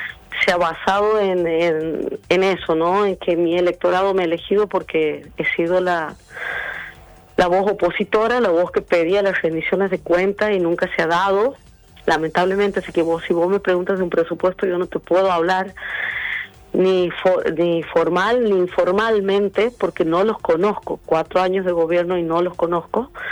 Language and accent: Spanish; Suncho Corral, Santiago del Estero, Argentina; venimos desde muy abajo, como todas las familias de aquí de Suncho